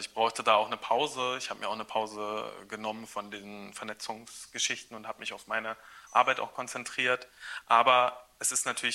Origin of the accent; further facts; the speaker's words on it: Saxony-Anhalt, Germany; Aber ich komme aus Sachsen-Anhalt, ist jetzt ganz frisch gerade, es ist sehr viel los bei meiner Familie